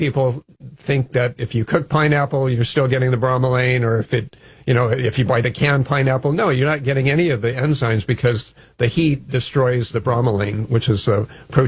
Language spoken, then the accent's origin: English; Hawaii, United States; I grew up in Hawaii